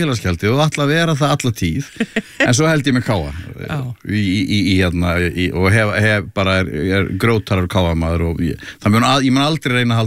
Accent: Akureyri, Northeastern Region, Iceland; moved away as an adult; Já, ég flutti nú frá Akureyri þegar ég var 18 ára

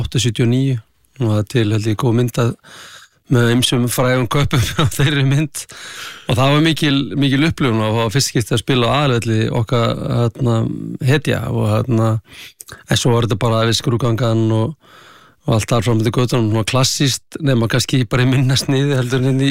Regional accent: Akranes, Western Region, Iceland; Það var bara geggjað, sko. Það lítil bær þá, hann er stækka ört núna, hvað hann var örgulega 5.000 manns þegar við vorum upp á okkar besta

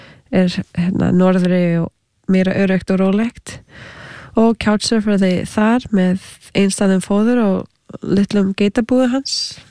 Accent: Canada; also born or lived in United States / Australia; ég ólst upp í Kanada með halv indverskri móðu frá Suður Ameríku svo ég var þegar alþjóðlegt barn og með nokkur tungumál sem ég gat notað

